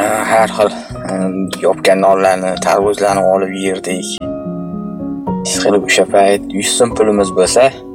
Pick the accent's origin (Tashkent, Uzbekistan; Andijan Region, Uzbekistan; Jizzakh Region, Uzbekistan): Tashkent, Uzbekistan; Bizani mahalla Beshqarag'ochda bo'lgan. Beshqarag'ochda 129-chi maktabda o'qiganmiz. O'sha yerda bitirganmiz.